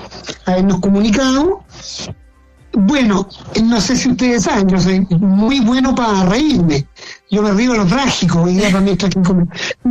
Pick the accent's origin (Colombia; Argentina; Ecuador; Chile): Chile